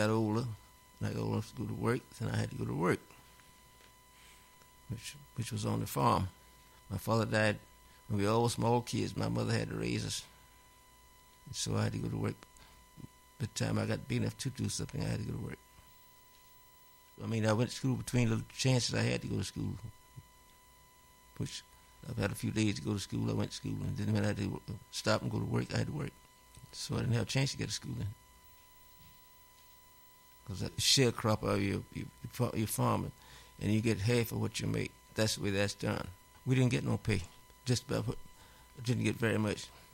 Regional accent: Swainsboro, Georgia, United States; also born or lived in Florida; now in Philadelphia, United States; I was born in Swainsboro, Georgia.

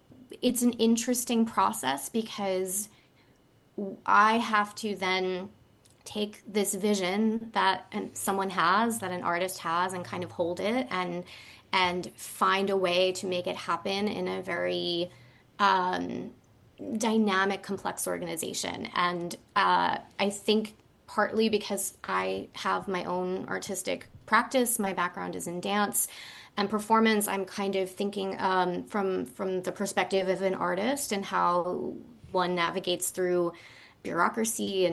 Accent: New York City, New York, United States; I've been at Sug Harbor for 11 years and I'm from Staten Island.

